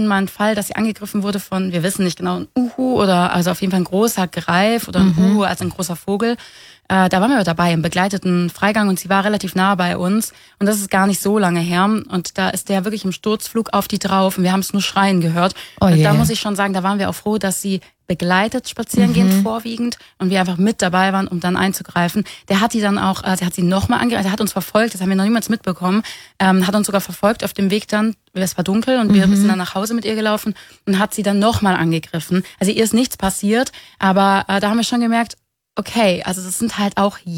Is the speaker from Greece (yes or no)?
yes; Greece; ich bin ja halbe Griechin, das heißt, ich weiß, wie die Zustände sind